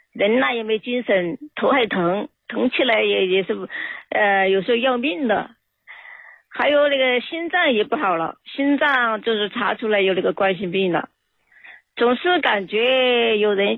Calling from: Chongqing, China; 哎，我是重庆的，

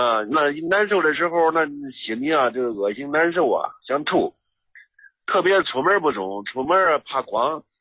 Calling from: Fuyang, Anhui, China; 我是安徽的，安徽阜阳了

